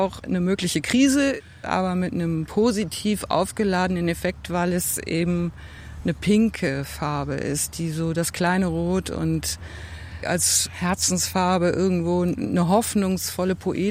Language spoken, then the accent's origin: German; Rhineland, Germany; ich komme ja aus dem Rheinland